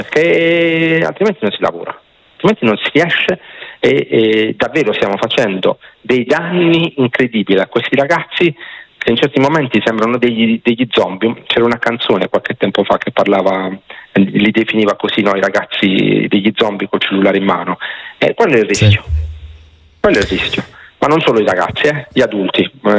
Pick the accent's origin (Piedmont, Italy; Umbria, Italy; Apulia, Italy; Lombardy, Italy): Apulia, Italy; perché io sono pugliese, no? E penso che si senta